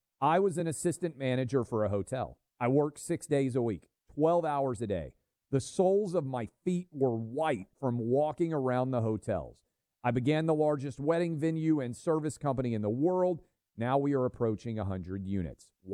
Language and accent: English; Tennessee, United States; You can play in my home state of Tennessee.